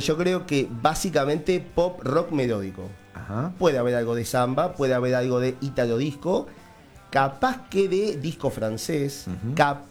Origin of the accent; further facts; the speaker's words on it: Montevideo, Uruguay; yo soy de Montevideo